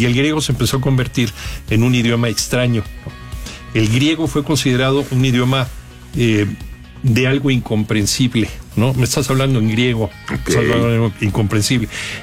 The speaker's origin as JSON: {"language": "Spanish", "region": "Mexico City", "country": "Mexico"}